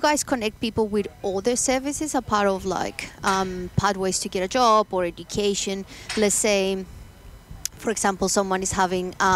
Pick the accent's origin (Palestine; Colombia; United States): Colombia; now in Bendigo, Australia; I'm from Colombia.